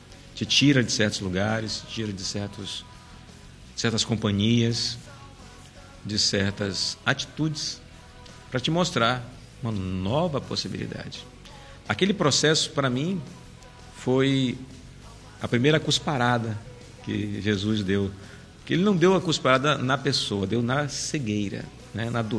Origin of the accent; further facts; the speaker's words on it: Manaus, Amazonas, Brazil; moved away as an adult; now in Boa Vista, Brazil; Como eu sou de Manaus também, ficava muito mais próximo da minha família.